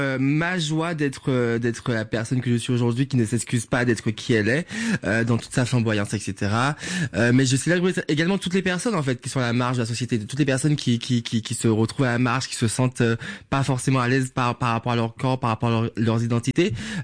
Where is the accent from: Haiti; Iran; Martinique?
Martinique; parce que je sais que moi, en grandissant, j'ai grandi en Martinique.